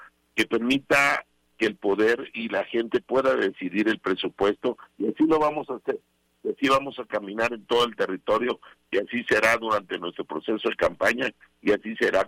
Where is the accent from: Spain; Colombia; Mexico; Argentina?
Mexico; Tabasco; Soy una gente que tiene 47 años, soy ingeniero en sistemas de profesión, soy tabasqueño, he estudiado toda mi carrera, toda mi vida en escuelas públicas, vivo en la colonia más popular de Villahermosa, que es la colonia Primero de Mayo